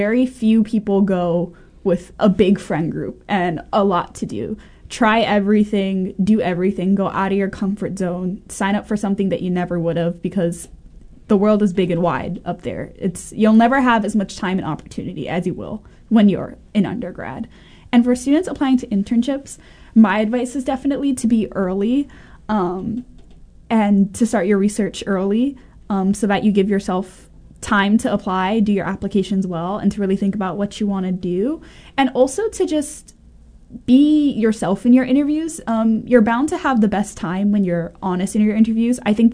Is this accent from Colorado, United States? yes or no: no; Hawaii, United States; moved away as an adult; when you're a first year student in college and you're from Hawaii